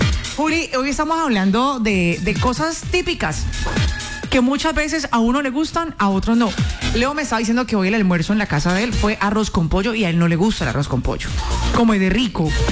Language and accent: Spanish; Cali, Valle del Cauca, Colombia; Soy una mala caleña.